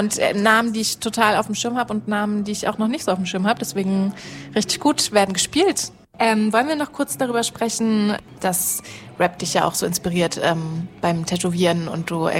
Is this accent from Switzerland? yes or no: yes; Switzerland; ich komme ja auch aus der Schweiz